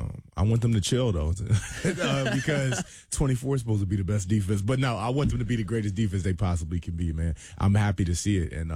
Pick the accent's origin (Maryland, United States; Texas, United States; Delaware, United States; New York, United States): Delaware, United States; Smyrna; So I'm from Smyrna, Delaware.